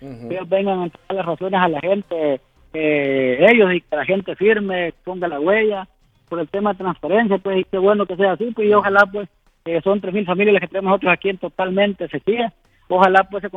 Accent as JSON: {"language": "Spanish", "country": "Honduras", "said": "que como municipio pues que somos parte de Honduras, pues, y ya que somos frontera con El Salvador"}